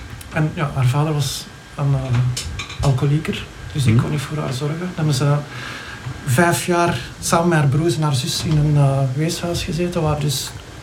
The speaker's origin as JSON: {"language": "Dutch", "country": "Belgium", "said": "Ik ben Belg, ja."}